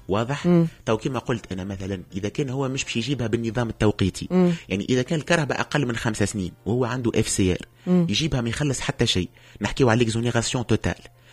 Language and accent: Arabic; Tunisia; عندنا في تونس